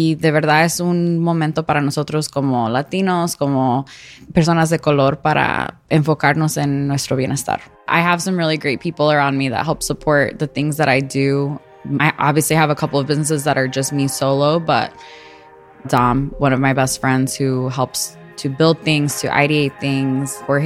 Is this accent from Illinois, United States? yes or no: yes; Chicago, Illinois, United States; For me, as a Chicagoan, as someone who's lived here my entire life, who plans on living here my entire life